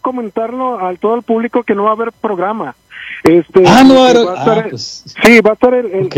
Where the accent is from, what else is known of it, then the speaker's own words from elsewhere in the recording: Mazatlán, Sinaloa, Mexico; moved away; yo soy de Mazatlán